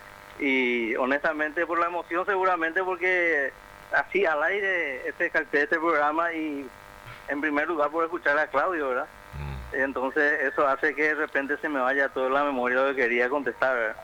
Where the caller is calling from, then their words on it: Asunción, Paraguay; barrio del Bañado Tacumbú.